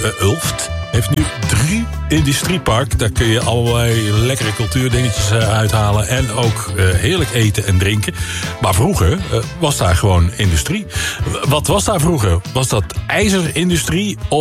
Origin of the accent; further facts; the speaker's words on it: Netherlands; Dat is ons gemeenschappelijke verleden als Nederlanders.